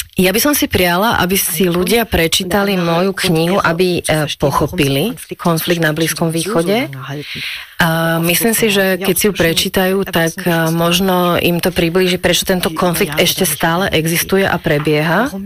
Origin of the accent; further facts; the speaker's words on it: Germany; aj ja som nakúpila ako Nemka